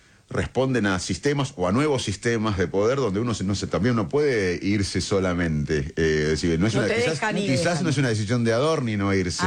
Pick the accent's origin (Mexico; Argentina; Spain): Argentina